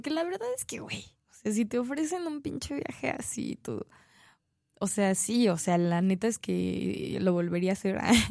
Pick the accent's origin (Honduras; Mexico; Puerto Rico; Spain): Mexico; uno, como mexicano, llega con todo su pedo tribalesco, güey, acá a tocar cumbias